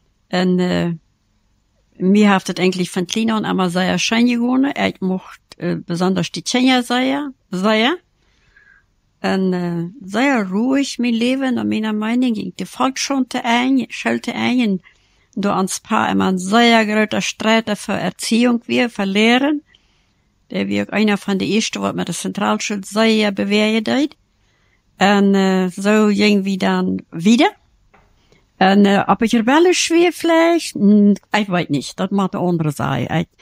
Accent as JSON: {"language": "German", "town": "Loma Plata", "region": "Boquerón", "country": "Paraguay", "tie": "born or raised there", "said": "Ich wurde in Loma Plata geboren bei einer Hebamme im Dorf."}